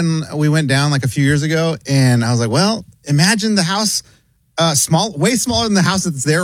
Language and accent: English; McAllen, Texas, United States; moved away; my home, growing up in South Texas, McAllen.